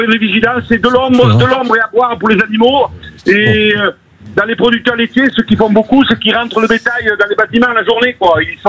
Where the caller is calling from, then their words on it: Occitanie, France; De Cadillac, au nord du département.